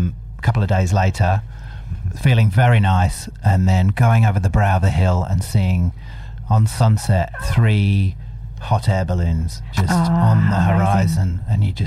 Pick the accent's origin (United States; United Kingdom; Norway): United Kingdom; Nottingham, East Midlands; moved away as an adult; also born or lived in Scunthorpe; I'm from Nottingham.